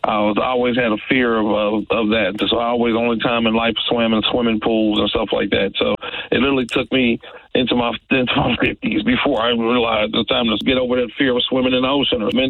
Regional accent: New York, United States; I grew up in New York, so I definitely was near water the whole time.

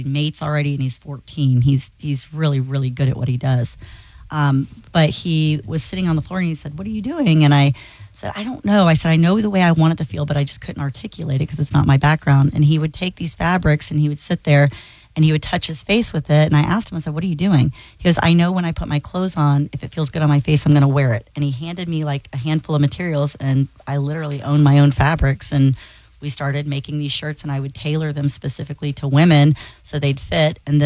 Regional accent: Gainesville, Florida, United States; moved away as an adult; now in St. Petersburg, United States; I grew up in Gainesville, actually, and I would fish the ponds and lakes there as a little girl in Rodman's Dam, and then I moved to St. Pete about 15 years ago.

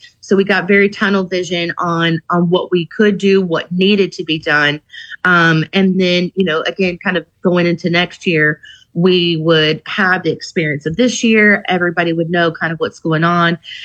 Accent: Palatka, Florida, United States; born or raised there

